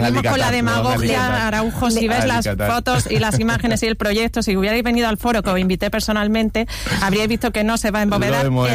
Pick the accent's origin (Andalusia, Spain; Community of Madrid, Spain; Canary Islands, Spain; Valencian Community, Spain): Andalusia, Spain; Granada; born there; moved away as an adult; now in Málaga, Spain; yo nací en Granada, y venía con 18 años, con 20, a finales de los 90